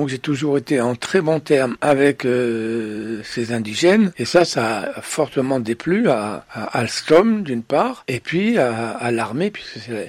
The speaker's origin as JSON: {"language": "French", "country": "Morocco", "tie": "born or raised there", "moved": "yes", "said": "je suis né au Maroc, j'ai vécu 10 ans au Maroc, je parlais arabe"}